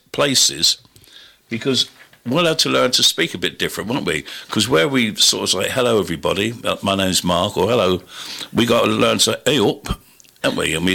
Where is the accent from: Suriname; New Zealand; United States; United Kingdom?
United Kingdom; Buckland, South East England; How would you pronounce it? Because I come from Buckland.